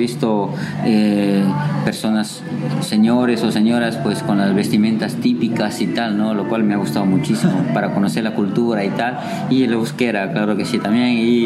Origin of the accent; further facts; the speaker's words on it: Peru; Y yo, aparte que yo soy de Perú, y en Perú pues tenemos mucha variedad de gastronomía, ¿no?